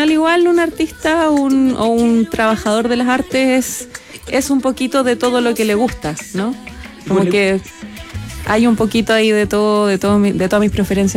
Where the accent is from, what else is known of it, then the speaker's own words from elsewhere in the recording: San Bernardo, Santiago Metropolitan Region, Chile; soy de San Bernardo.